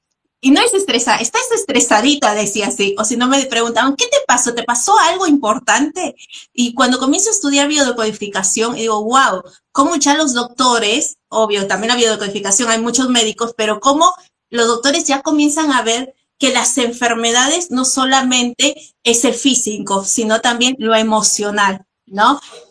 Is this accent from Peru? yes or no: yes; Peru; also born or lived in Brazil; yo soy de Perú, o sea, hay vecinitas, yo fui a Brasil también